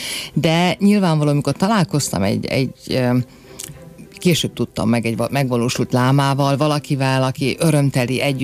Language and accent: Hungarian; Oradea, Bihor, Romania; now in Budapest, Hungary; én Erdélyből származott, nagyváradi lány vagyok